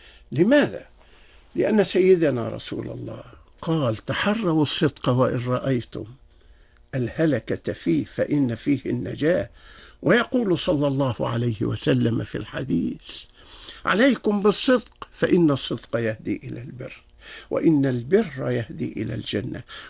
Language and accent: Arabic; Egypt